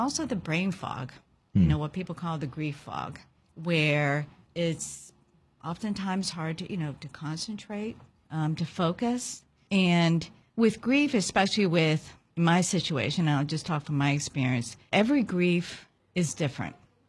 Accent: Honduras; moved away; I grew up in Honduras.

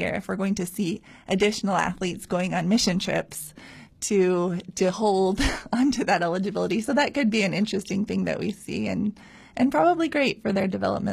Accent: Utah, United States; I'm from Utah

